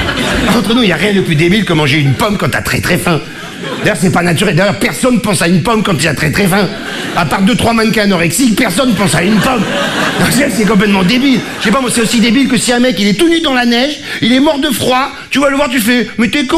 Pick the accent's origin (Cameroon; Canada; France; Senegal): France; Marseille, Provence-Alpes-Côte d'Azur; now in Paris, France; quand je suis arrivé à Paris, mec de la Rive du Sud, j'étais marseillais